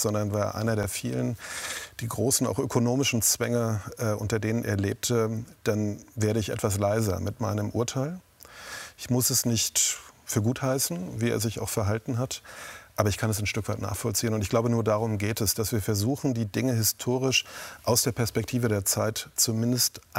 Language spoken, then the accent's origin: German; East Germany, Germany; Ich bin selber in der DDR groß geworden. Ich war 15, als die Mauer fiel.